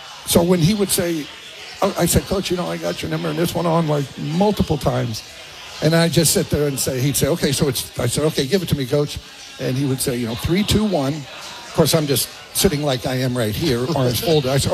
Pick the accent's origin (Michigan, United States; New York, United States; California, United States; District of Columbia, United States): California, United States; I'm from California.